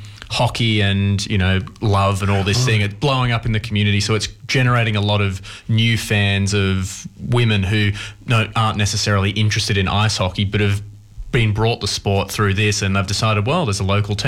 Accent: Scotland, United Kingdom; As a Scot, yeah.

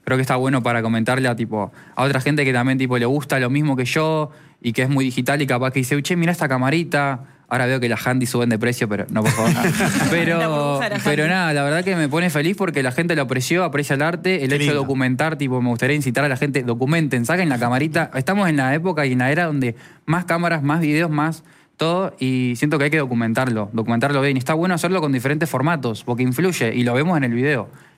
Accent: Rosario, Santa Fe, Argentina; moved away as an adult; En Rosario, soy de Rosario.

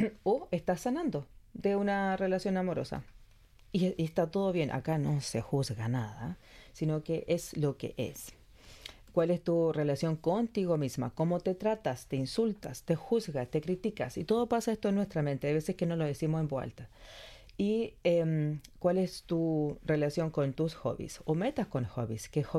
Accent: Chile; also born or lived in Australia; Yo soy chilena, por tanto ya tenía que empezar a hablar un español más neutro y o con ellos tenías que hablar solamente en inglés.

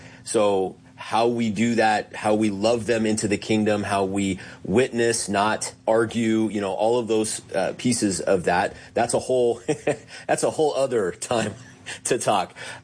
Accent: Pacific Northwest, United States; moved away as an adult; also born or lived in California / Idaho / Nevada; now in Sioux Falls, United States; I grew up in the Northwest, in Oregon and Washington. Went to school up there. Went to seminary in the Bay Area in California.

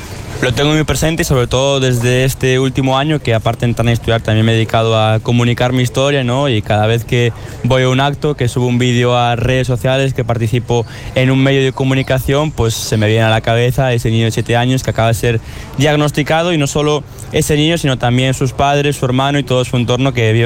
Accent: Galicia, Spain; Gallego, sí

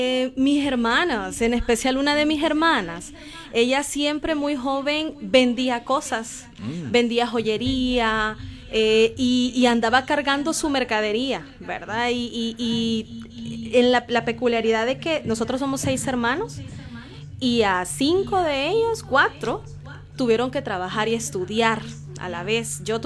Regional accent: Tegucigalpa, Francisco Morazán, Honduras; en la Kennedy. Crecí en la Kennedy, estudié en el Instituto Católico Emiliano

